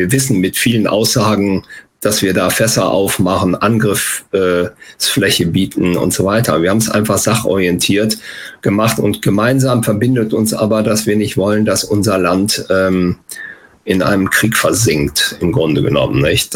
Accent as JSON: {"language": "German", "country": "Germany", "said": "Und wir müssen halt als Deutsche da eben anders mit umgehen."}